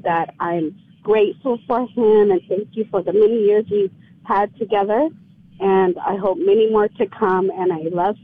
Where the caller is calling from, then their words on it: Tucson, Arizona, United States; I'm calling from Tucson, Arizona.